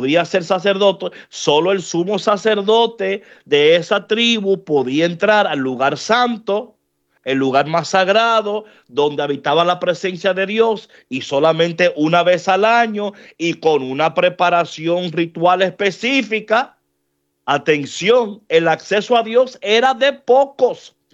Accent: New York, United States; yo me acuerdo cuando yo crecí en New York, a mí me encantaba jugar basketball.

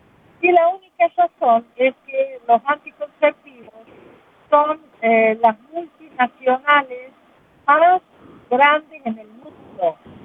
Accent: Argentina; Bueno, nosotros en Argentina, yo soy de Argentina

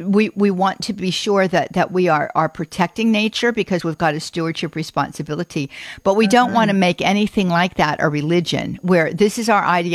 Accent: Pittsburgh, Pennsylvania, United States; growing up in the Pittsburgh area, we had a lot of strip mining that went on there.

